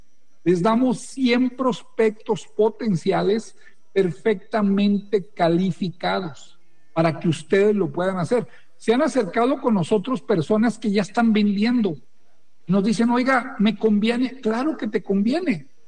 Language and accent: Spanish; Torreón, Coahuila, Mexico; Acuérdense que yo soy de Torreón.